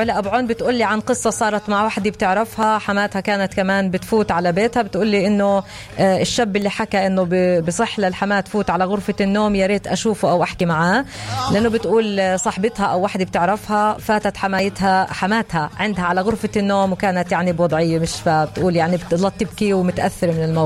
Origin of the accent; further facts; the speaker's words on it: Palestine; عندنا بفلسطين